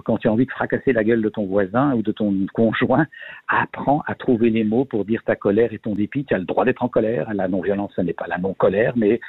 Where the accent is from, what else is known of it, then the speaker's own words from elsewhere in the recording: Belgium; J'ai passé l'âge de la retraite, j'ai 68 ans en Belgique, je suis belge